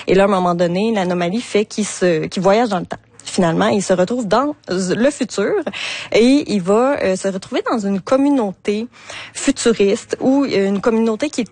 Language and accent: French; Le Bic, Quebec, Canada